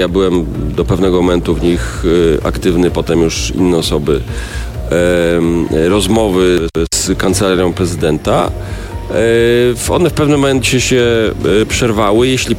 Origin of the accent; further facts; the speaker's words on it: Greater Poland Voivodeship, Poland; Ja jestem Wielkopolaninem, chociaż on sam jest z Łódzkiego.